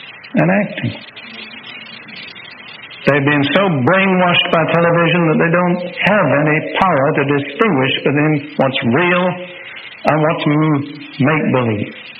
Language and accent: English; United Kingdom; now in United States; I have three citizenships. I'm an unusual person. I'm a British citizen by birth. I'm a naturalized American citizen. But I'm a citizen of the Kingdom of Heaven.